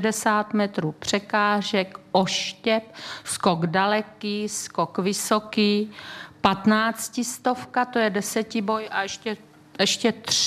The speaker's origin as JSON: {"language": "Czech", "region": "Hradec Králové Region", "country": "Czechia", "said": "pocházím od Hradce, že jo, nebo tam bydlím"}